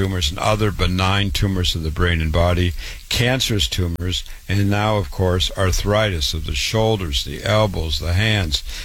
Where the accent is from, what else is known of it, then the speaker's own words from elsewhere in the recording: Waterloo, Iowa, United States; now in New York, United States; I was born and raised in Waterloo, Iowa, MD at 25